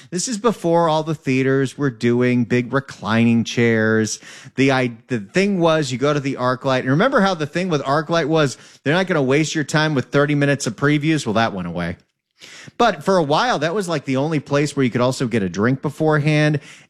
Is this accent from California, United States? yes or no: yes; California, United States; You know, I grew up in the Valley. I remember just barely going to the Galleria pre-earthquake.